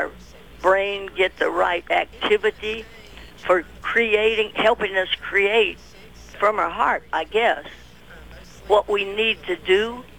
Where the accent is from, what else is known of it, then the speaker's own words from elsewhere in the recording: Mount Airy, North Carolina, United States; moved away; I'm from Mount Airy